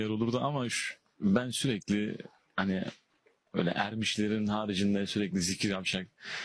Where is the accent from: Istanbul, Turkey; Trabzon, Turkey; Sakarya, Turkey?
Trabzon, Turkey; Ben sinirli insanım. Bir Trabzonluyum ben.